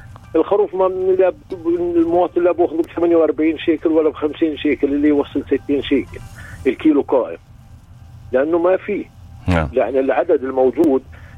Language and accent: Arabic; West Bank, Palestine; احنا كفلسطيني